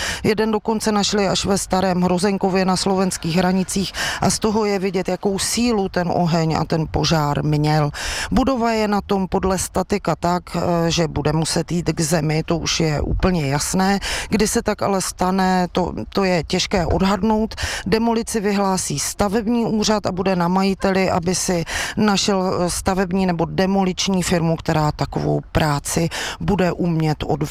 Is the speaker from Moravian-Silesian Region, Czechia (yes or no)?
yes; Ostrava, Moravian-Silesian Region, Czechia; já jsem z Ostravy